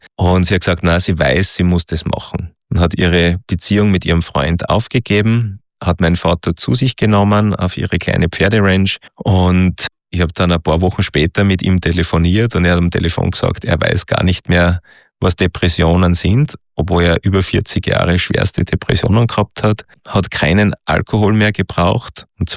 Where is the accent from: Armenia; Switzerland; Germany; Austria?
Austria; Das war ein großer Krieg, also bei uns in Österreich vor allem zwischen die zwei Verbände.